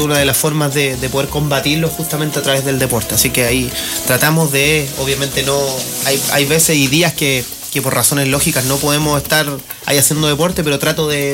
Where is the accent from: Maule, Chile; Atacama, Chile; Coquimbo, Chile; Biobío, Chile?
Coquimbo, Chile; coquimbano de corazón, de familia, de madre y padre coquimbano, nacido y criado en Coquimbo